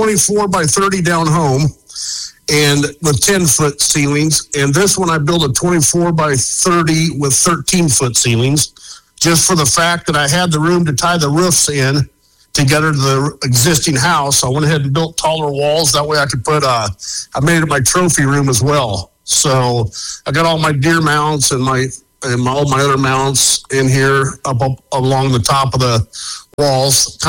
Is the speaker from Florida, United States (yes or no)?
no; Indianola, Iowa, United States; the wife and I had moved to town where I grew up at here in Indianola, south of Des Moines